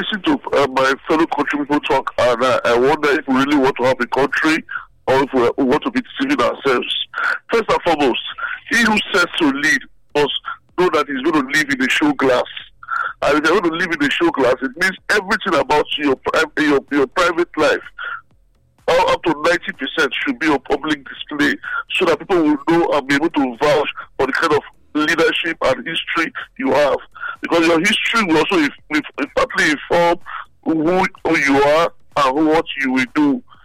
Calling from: Benin City, Edo, Nigeria; I'm calling from Benin City.

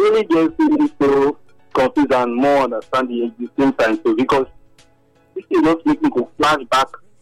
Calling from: Egypt; calling you from Egypt.

